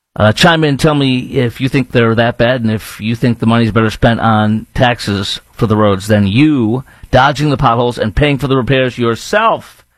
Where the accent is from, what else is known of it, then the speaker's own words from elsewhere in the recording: Illinois, United States; And I know that from seeing my home state of Illinois.